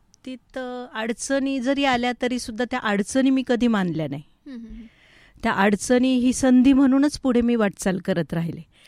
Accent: Shrirampur, Maharashtra, India; अहिल्यानगर जिल्ह्यातील श्रीरामपूर तालुका या गावामध्ये माझे बालपण गेले. आता या गावामध्येच माझे प्राथमिक, माध्यमिक, त्यानंतर उच्च माध्यमिक, त्याचबरोबर डिग्री एज्युकेशनपर्यंत मी या श्रीरामपूर शहरातच होते.

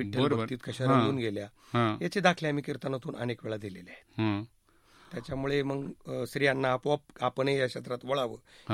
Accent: Dahigaon, Maharashtra, India; आमच्या दहिगावमध्ये

